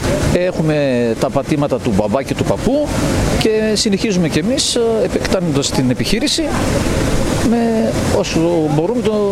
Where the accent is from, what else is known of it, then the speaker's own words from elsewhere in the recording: Sfaires, Eastern Macedonia and Thrace, Greece; Είμαστε από Σφαίρες Εύρου.